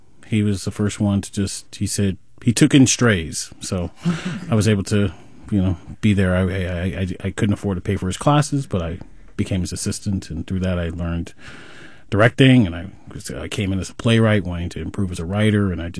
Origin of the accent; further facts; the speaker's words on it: California, United States; I mean, I grew up in the Freeport neighborhood across from the Executive Airport. And then at one point I moved over to Fruit Ridge and Stockton area.